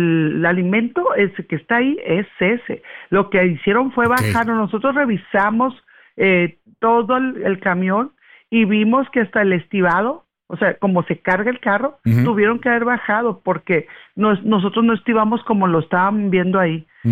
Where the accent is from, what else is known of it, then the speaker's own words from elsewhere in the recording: Sinaloa, Mexico; aquí está el resto de mi familia, aquí me enseñaron a mí a amar mi tierra.